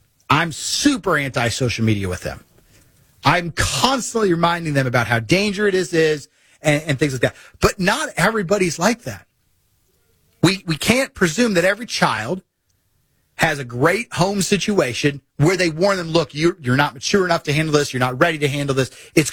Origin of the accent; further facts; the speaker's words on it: Missouri, United States; I'm from Missouri.